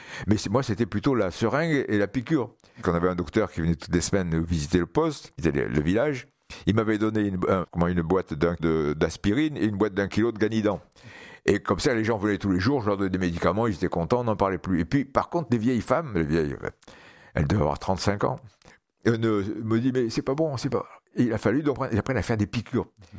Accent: Algiers, Algiers Province, Algeria; born there; moved away; je suis né à Alger.

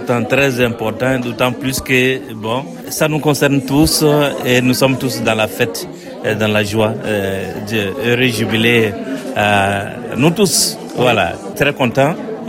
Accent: Fère-Champenoise, Grand Est, France; Oui, je suis de Faire Champenoise, de l'équipe de l'Abri

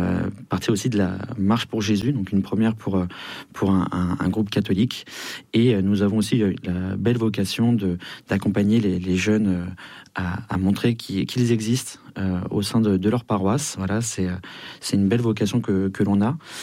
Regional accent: Argenteuil, Île-de-France, France; Moi, je suis d'Argenteuil, mais ça a été construit avec des personnes qui venaient de toutes les banlieues de notre belle région

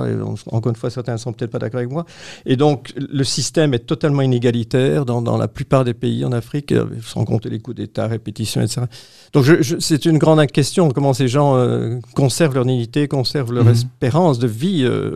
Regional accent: Belgium

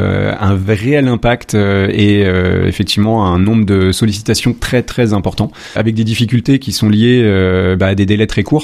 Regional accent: Auvergne-Rhône-Alpes, France; moved away as an adult; also born or lived in Île-de-France; moi je suis originaire du Rhône, donc après mon exil en Ile-de-France

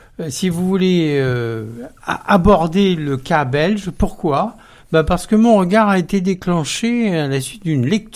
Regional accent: Carcassonne, Occitanie, France; Bon, vous savez que je suis originaire du Midi, mais mon premier poste a été à Revins.

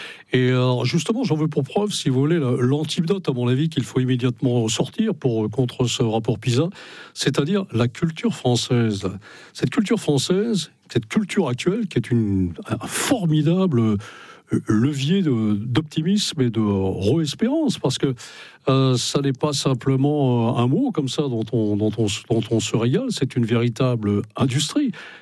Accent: Brittany, France

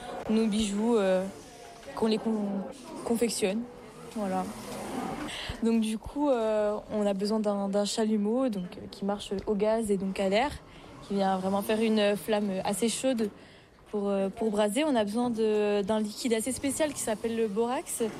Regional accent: Besançon, Bourgogne-Franche-Comté, France; moi, je suis originaire de Besançon.

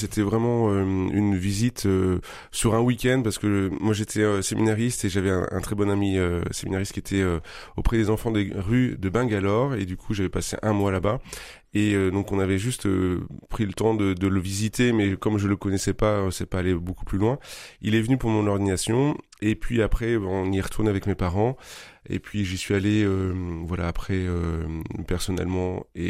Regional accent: Normandy, France; Moi, je suis originaire du diocèse de Coutances.

